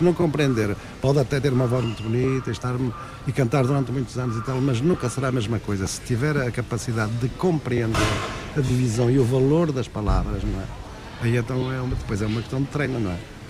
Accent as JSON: {"language": "Portuguese", "country": "Portugal", "said": "Somos portugueses"}